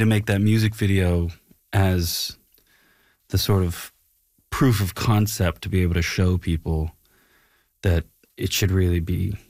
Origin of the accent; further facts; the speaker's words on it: Nova Scotia, Canada; moved away as an adult; now in Los Angeles, United States; I always knew, you know, I moved from Nova Scotia to Los Angeles to go to the American Film Institute.